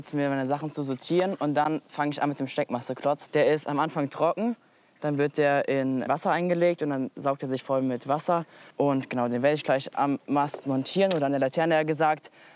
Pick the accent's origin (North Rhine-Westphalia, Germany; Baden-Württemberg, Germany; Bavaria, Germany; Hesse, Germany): Hesse, Germany; Darmstadt; born there; Also ich bin hier in Darmstadt geboren und ansässig auch in Darmstadt.